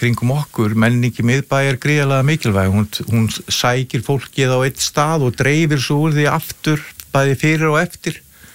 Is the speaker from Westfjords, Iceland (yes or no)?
no; Vestmannaeyjar, Southern Region, Iceland; ég fættur uppalinn í Vestmannaeyjum og búin að vera 35 heilum þjóðatíðum